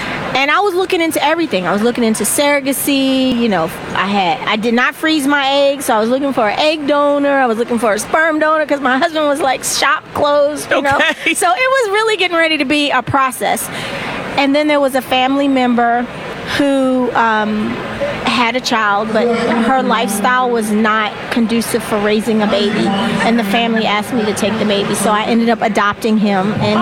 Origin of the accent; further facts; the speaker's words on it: Baltimore, Maryland, United States; So I come to CBC every year, and I'm from Baltimore.